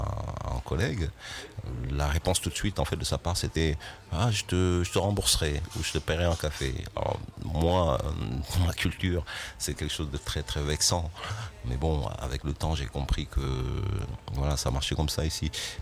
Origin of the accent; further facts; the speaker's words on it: Senegal; now in Mulhouse, France; chez moi au Sénégal.